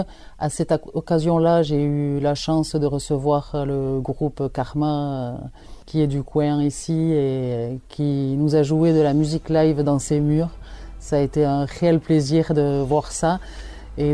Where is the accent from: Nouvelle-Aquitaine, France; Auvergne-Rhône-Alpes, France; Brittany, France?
Nouvelle-Aquitaine, France; first language Basque; French is a second language; Pour moi, la langue basque, c'est ma langue maternelle. Les premiers mots que j'ai dit étaient en basque. Je disais d'ailleurs, quand je devais avoir 5 ans, que j'étais trop petite pour parler le français.